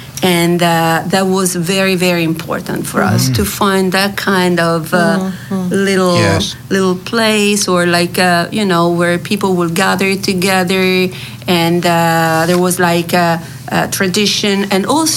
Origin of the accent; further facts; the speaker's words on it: Milan, Lombardy, Italy; now in United States; So we are originally from Milano. And we left Milano about 20 years ago. And we moved to the United States